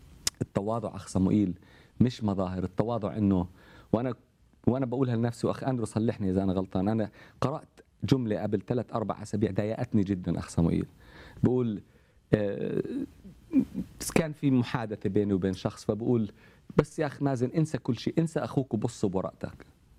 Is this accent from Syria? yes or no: yes; Syria; أنا سوري استخدمت اليوم تعبير الصبح